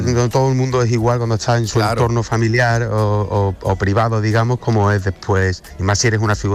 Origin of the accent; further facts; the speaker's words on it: La Línea de la Concepción, Andalusia, Spain; Sí, de La Línea, que es donde yo he pasado la mitad de mi infancia, en La Línea de la Concepción.